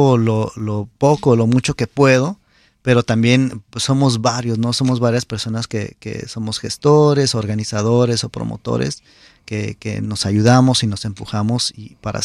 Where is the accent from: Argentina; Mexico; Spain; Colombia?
Mexico; San Luis Potosí; Igual cuando creciendo en San Luis Potosí, también mi papá tuvo la oportunidad de presentar a varios grupos, ¿no?